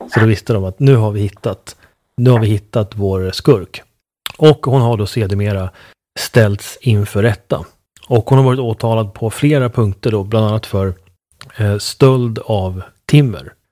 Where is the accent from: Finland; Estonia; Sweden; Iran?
Sweden; Uppsala, Uppsala County; från Uppsala där jag växte upp